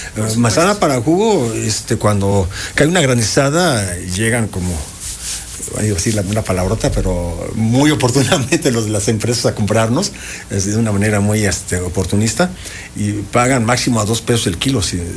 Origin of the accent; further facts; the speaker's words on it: Tetela de Ocampo, Puebla, Mexico; yo vengo de La Cañada, municipio de Tetela de Ocampo, Puebla.